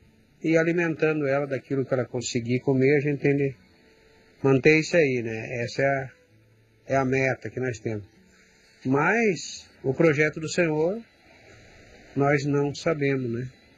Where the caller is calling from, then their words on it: Coronel Vivida, Paraná, Brazil; aqui de Coronel Vida, né?